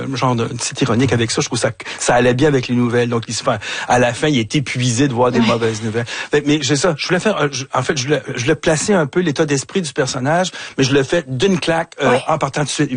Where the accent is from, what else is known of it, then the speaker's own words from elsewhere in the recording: Montreal, Quebec, Canada; Je suis un vrai Montréalais né ici. J'ai jamais traversé les ponts, mais presque, tu sais. J'ai toujours sur l'île.